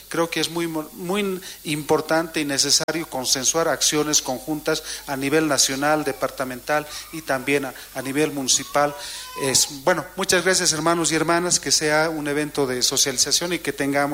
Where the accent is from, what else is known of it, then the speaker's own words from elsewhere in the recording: Oruro, Bolivia; somos nosotros, orureños, los hermanos y hermanas que viven de ahí